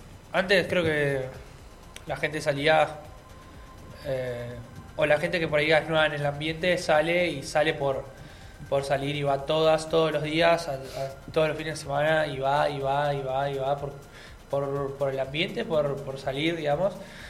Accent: Argentina; por cómo somos nosotros los argentinos, en realidad.

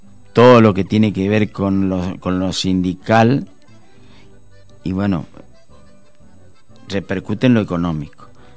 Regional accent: Argentina; muchísimos somos los argentinos

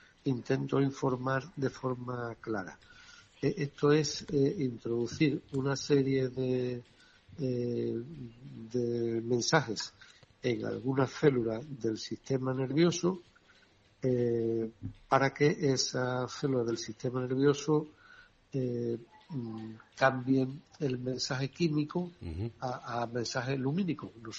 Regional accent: Spain; Insisto, no somos los españoles más tontos que ellos.

